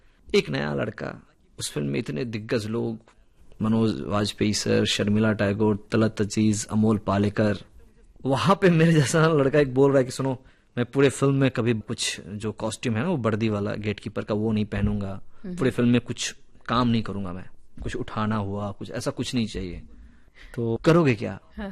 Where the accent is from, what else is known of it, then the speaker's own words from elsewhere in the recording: Bihar, India; मैंने कहा सर मैं तो बिहार से हूँ।